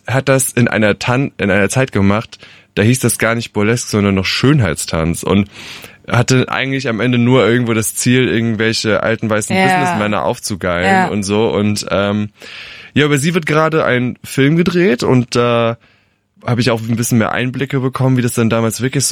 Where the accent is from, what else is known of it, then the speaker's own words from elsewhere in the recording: Rhineland-Palatinate, Germany; Nähe Alzey.